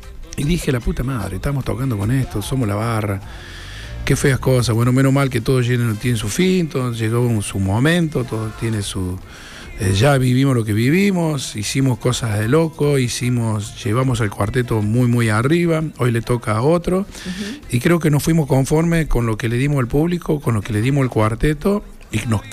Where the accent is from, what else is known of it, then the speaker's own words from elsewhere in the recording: Córdoba, Argentina; es nuestra provincia, somos muy ninguneados en la capital, en todos los del interior. No nos gusta, somos muy, muy del interior.